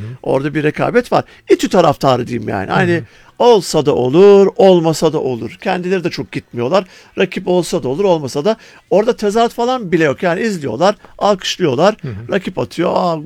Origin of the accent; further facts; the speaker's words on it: Ankara, Turkey; Mesela ben Ankaralıyım.